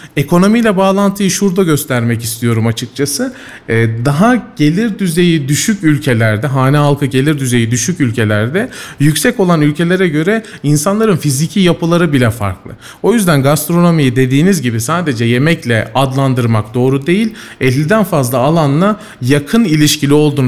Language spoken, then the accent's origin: Turkish; Antalya, Turkey; now in Kayseri, Turkey; yani ben Antalyalıyım, 12 senedir Kayseri'de yaşıyorum.